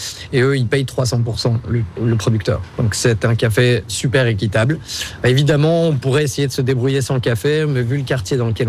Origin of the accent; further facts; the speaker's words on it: Brussels, Brussels-Capital Region, Belgium; Et en tant que bon bruxellois autocentré, on pensait que c'était une expression bruxelloise.